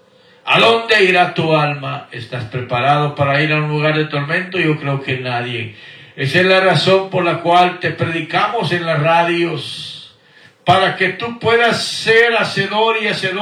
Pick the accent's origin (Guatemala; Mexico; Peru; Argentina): Guatemala; born there; moved away; a mi tierra natal en Guatemala